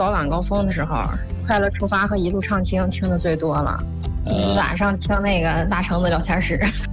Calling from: Shijiazhuang, Hebei, China; 石家庄的。

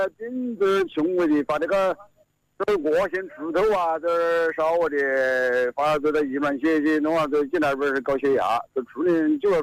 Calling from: Wuhan, Hubei, China; 武汉南的。

